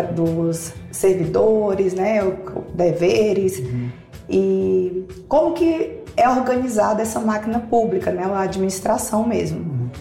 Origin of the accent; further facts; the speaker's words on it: Piauí, Brazil; moved away as an adult; now in Brasília, Brazil; Não, eu sou do Piauí. Formei na Estadual do Piauí. E logo que formei, já vim para Brasília.